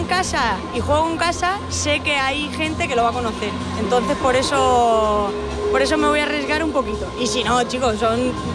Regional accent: Menasalvas, Castilla-La Mancha, Spain; moved away as an adult; yo soy de un pueblo de Toledo, soy de Menasalvas, pero es verdad que llevo aquí 16 años, llevo viviendo desde que empecé la universidad y aquí me he quedado y aquí me quedaré.

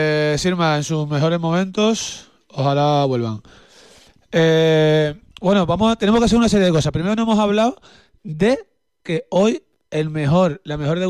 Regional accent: Seville, Andalusia, Spain; porque soy de Sevilla, ¿cómo voy a poner acento maño, tío?

